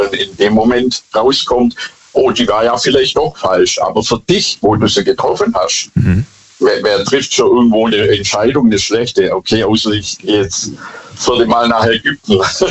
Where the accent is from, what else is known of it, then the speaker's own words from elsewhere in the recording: Bad Boll, Baden-Württemberg, Germany; Hallo, hier ist … ich komme aus Bad Boll.